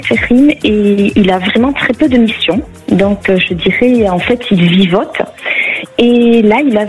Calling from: Landes, Nouvelle-Aquitaine, France; je vous appelle des Landes.

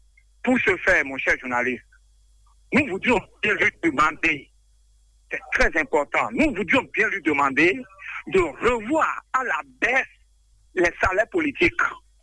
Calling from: Benin; J'appelle de Tchonvi commune de Serenpoudi.

